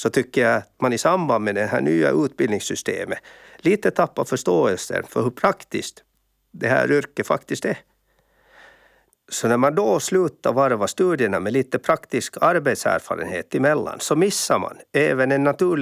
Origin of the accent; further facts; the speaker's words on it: Espoo, Uusimaa, Finland; also born or lived in Kauniainen; Som barn så växte jag upp i Esbo utanför Helsingfors i en familj där jag var mellanst av tre bröder. Precis som mina bröder så gick jag lågstadie i Esbo och sen fortsatte jag högstadie och gymnasie i Grankulla.